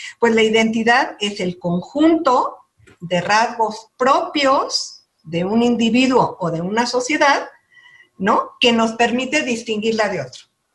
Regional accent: Mexico; Acá en México no, en México sí seguimos manteniendo nuestros dos apellidos, ¿no? Entonces … ¿no? Entonces mi identidad como mujer, como mexicana

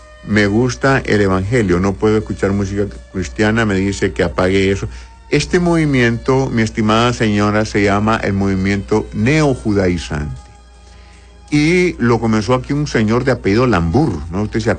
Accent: Honduras; born there; no soy ruso. Yo nací en Honduras, soy hondureño.

